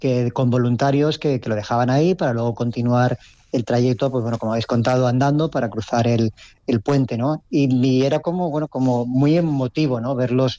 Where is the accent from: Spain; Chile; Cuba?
Spain; Valencia, Valencian Community; Sí, claro. Y además no vivo lejos. Vivo pues al otro lado del río, pero bueno, pero mi zona siempre ha sido San Marcelino, siempre ha sido más hacia la Cruz Cubierta, toda esa parte